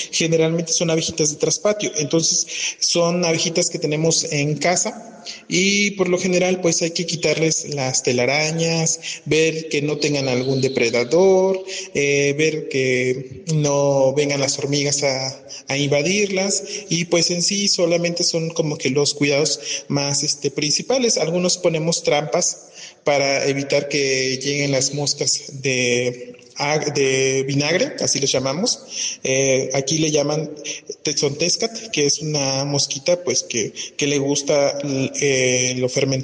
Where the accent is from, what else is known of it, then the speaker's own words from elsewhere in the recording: Cuetzalan del Progreso, Puebla, Mexico; Yo soy originario de Cuetzalan del Progreso, Puebla.